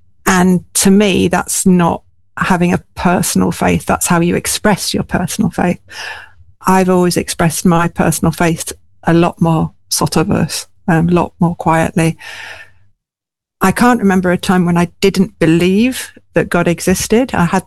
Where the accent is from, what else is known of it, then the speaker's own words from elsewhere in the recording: Hull, Yorkshire and the Humber, United Kingdom; I grew up in Hull